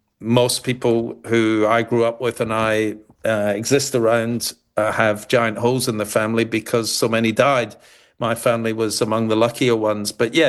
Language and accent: English; Glasgow, Scotland, United Kingdom; I grew up in Glasgow where I describe the anti-Semitism more as ignorance. The reason why my family moved to Glasgow, by the way, is they were on a ship from the ex-Soviet Union to America